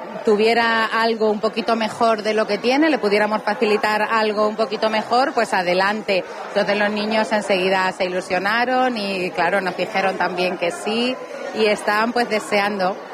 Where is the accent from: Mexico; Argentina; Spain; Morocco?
Spain; La Solana, Castilla-La Mancha; now in Ciudad Real, Spain; aunque vivo aquí en Ciudad Real, pero soy de La Solana, y en La Solana, desde yo bien pequeña